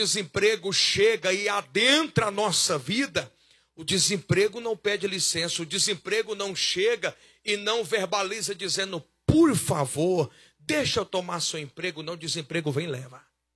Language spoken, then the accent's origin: Portuguese; Goiás, Brazil; Tem um ditado popular lá para o Goiás, eu sou goiano, não sei para cá